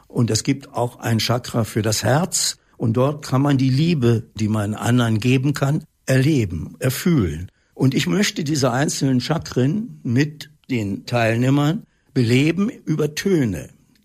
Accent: Berlin, Germany; Ich bin in Berlin in den Kriegsjahren geboren worden und auch groß geworden

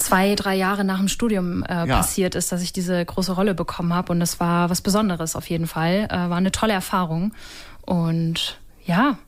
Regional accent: Osnabrück, Lower Saxony, Germany; ich da angenommen wurde in Osnabrück. Und es war natürlich auch toll, dass es dann hier war, in meiner Heimat.

